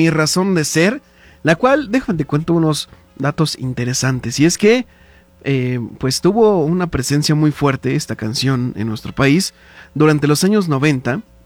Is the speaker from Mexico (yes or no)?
yes; Mexico